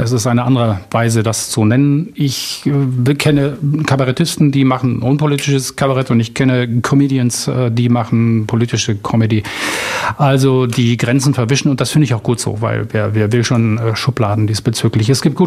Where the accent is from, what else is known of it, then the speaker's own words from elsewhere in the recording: Berlin, Germany; Ich bin im amerikanischen Sektor in West-Berlin groß geworden, falls das hilft.